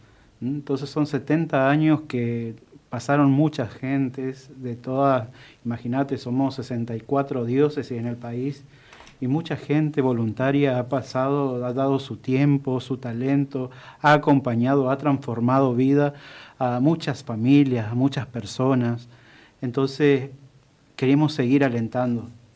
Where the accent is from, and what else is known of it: Argentina